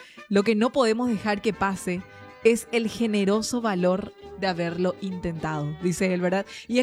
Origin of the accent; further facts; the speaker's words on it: Paraguay; salgamos como lo que somos, como paraguayos